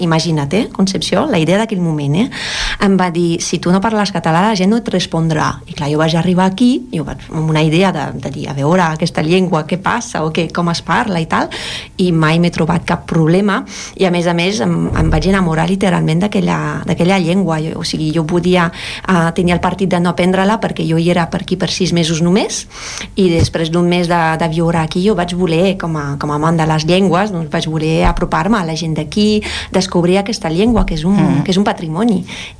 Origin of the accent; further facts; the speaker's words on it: Hauts-de-France, France; Catalan is a second language; jo sóc de França, de les terres del nord de França, gairebé Bèlgica.